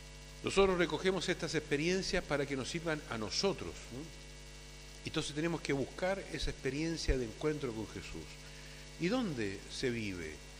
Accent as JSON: {"language": "Spanish", "country": "Chile", "said": "la flor que nos identifica como chilenos"}